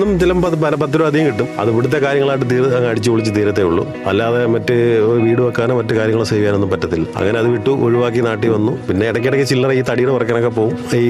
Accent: Kunnicode, Kerala, India; വീട് കുട്ടാരക്കര കുന്നിക്കോട്.

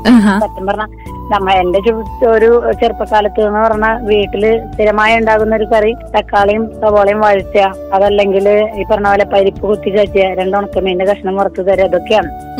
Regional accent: Chalakudy, Kerala, India; ഞങ്ങളുടെ ഈ തൃശ്ശൂർ ഭാഗത്തുള്ള

